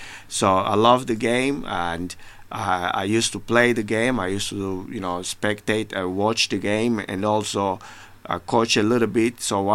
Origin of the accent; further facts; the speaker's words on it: Angola; moved away; Growing up in Angola, the most played sport is soccer.